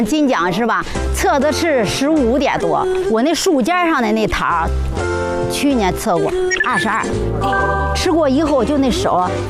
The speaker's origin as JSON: {"language": "Chinese", "region": "Henan", "country": "China", "moved": "yes", "lives_now": "Pinggu, China", "said": "俺是河南的，是吧？"}